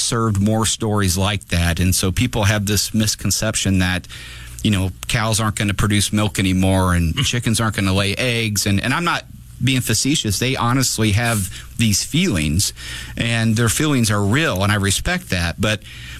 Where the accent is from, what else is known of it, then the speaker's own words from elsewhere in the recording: Divernon, Illinois, United States; So, I grew up in Divernon. My parents both grew up in Springfield on the east and down on the Cabbage Patch.